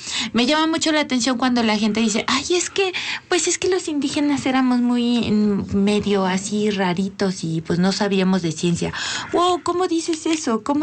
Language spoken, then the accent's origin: Spanish; Mexico